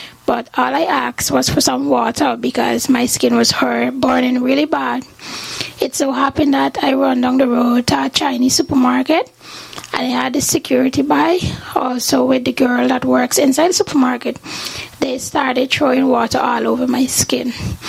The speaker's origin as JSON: {"language": "English", "country": "Guyana", "said": "I'm 25 years old. I'm from Guyana"}